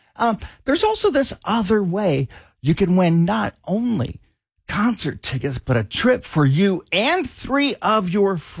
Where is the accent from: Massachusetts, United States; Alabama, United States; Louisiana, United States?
Alabama, United States; I'm from Alabama.